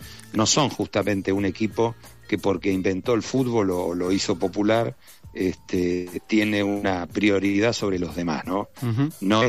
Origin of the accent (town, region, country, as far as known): Argentina